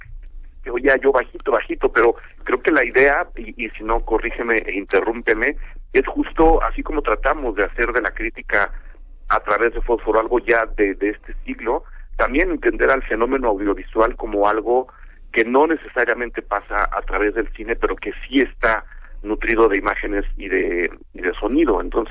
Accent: Mexico; para pensarnos como sociedad, como seres humanos y como mexicanos

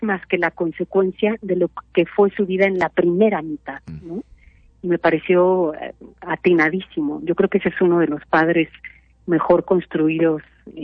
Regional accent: Mexico; en mi crecimiento, en digamos la banda sonora de mi crianza en el Estado de México y en la Ciudad de México

